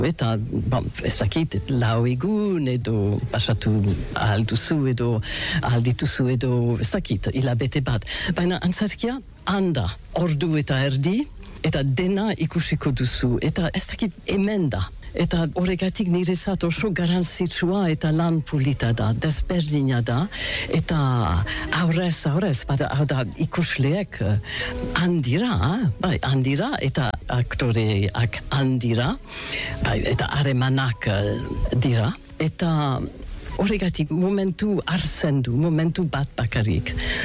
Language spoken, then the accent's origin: Basque; Ciboure, Nouvelle-Aquitaine, France; Basque is a second language; moved away; also born or lived in New York, United States / London, United Kingdom; eta bo, New Yorken jaio nintzen, baina txikitan Ziburura joan nintzen, burasoekin, eta haiek Ziburun bizi ziren, urte asko, amar urte, gora bera, eta Ziburuko eskolara joan nintzen